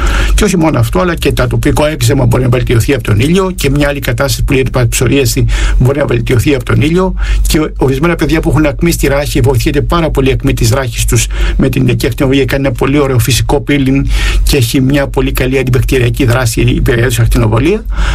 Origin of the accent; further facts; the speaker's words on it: Piraeus, Attica, Greece; τους πατριώτες μου, τους Πειραιώτες, γιατί και εγώ είμαι Πειραιώτης.